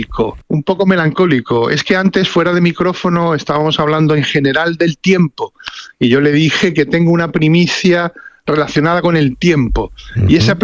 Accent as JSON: {"language": "Spanish", "town": "Málaga", "region": "Andalusia", "country": "Spain", "also_born_or_lived": "Madrid", "said": "Yo, como sabes, soy de Málaga, vivo en la Costa del Sol"}